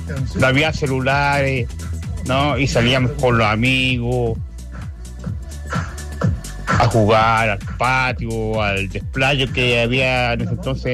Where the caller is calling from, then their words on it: Quillota, Valparaíso, Chile; de Quillota.